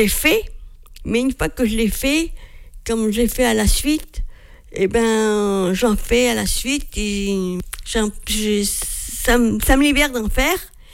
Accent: Morocco; born there; Je suis née au Maroc, donc je sais qu'il y a des maisons marocaines.

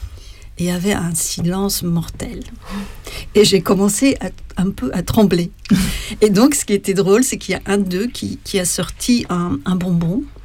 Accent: Slovenia; French is a second language; moved away; Et un jour, j'étais dans ma ville natale, au bord d'une rivière, où j'aimais bien m'asseoir

